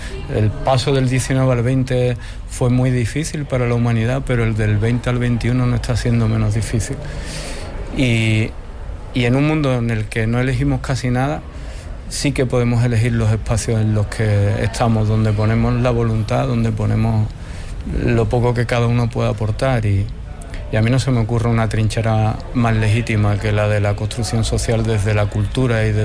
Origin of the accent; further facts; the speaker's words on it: Andalusia, Spain; y como andaluces para nosotros es muy importante, ¿no? Lo es en el flamenco, lo es en la poesía andalusí